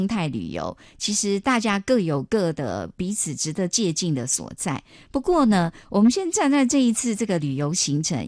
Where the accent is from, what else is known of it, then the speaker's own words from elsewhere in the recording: Tainan, Taiwan; 我是台南人